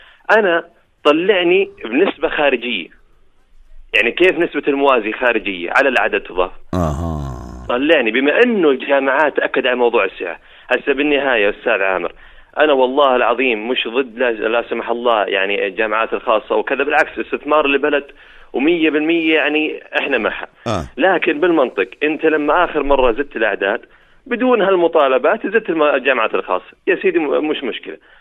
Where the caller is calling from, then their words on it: Jordan; انا طالب اردني